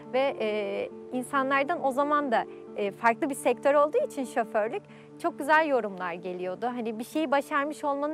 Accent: Sakarya, Turkey; born there; now in Gemlik, Turkey; Aslen Sakarya doğumluyum. Üç kardeşin en küçük çocuğuyum. Gemlik'te yaşıyorum.

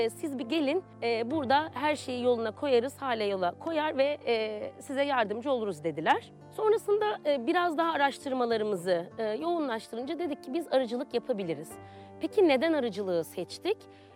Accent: Izmir, İzmir, Turkey; moved away as an adult; Bir de ben şehirde büyüdüm. İzmir'in merkezinde büyüdüm. Köy hayatı bilmiyorum.

